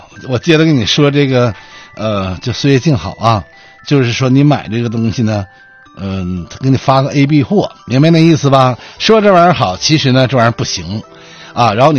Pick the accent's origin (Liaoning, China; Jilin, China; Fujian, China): Jilin, China; Taonan; born or raised there